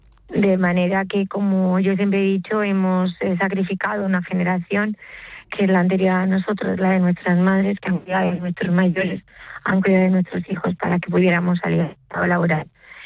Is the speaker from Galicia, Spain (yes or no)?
no; Ribera del Fresno, Extremadura, Spain; yo nunca me moví de mi pueblo, de Ribera del Fresno, un pueblo de 3.500 habitantes